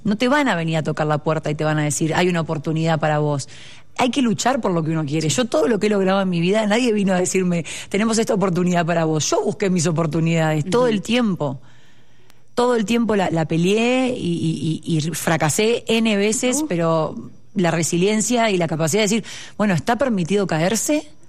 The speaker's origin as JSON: {"language": "Spanish", "country": "Uruguay", "moved": "yes", "lives_now": "Mexico", "said": "yo soy de Uruguay."}